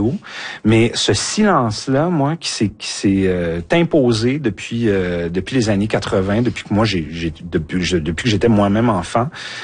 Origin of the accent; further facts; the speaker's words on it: La Tuque, Quebec, Canada; Parce que moi, j'ai grandi à Latuc, en Haute-Mauricie. Donc, je suis un gars de région.